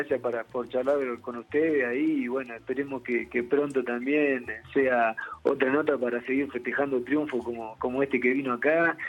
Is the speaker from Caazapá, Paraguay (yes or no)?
no; Asunción, Paraguay; also born or lived in Rosario, Argentina; now in Argentina; Yo vengo también de Argentina, de Rosario. Rosario. Vengo de Asunción, de Paraguay, que tiene sus cosas